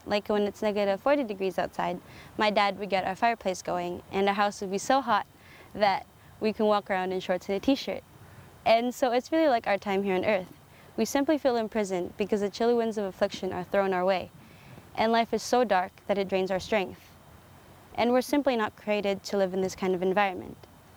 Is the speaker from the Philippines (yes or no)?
yes; Philippines; And I'm Filipino, and so I'm made for the tropics, not the Arctic.